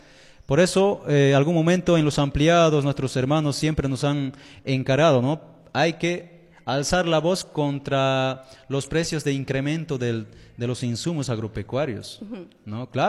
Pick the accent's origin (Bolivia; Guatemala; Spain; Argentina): Bolivia; como bolivianos y bolivianas